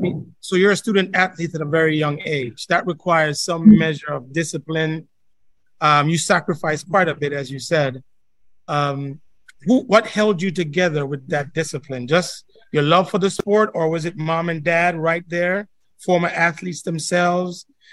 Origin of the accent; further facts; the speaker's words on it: Kingston, Jamaica; and now being from Jamaica, you know, I'm from Kingston.